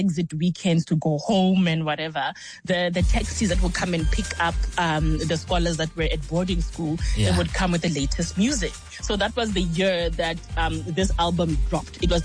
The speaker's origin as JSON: {"language": "English", "country": "Lesotho", "tie": "born or raised there", "said": "Yes. So I was born and raised in Lesotho."}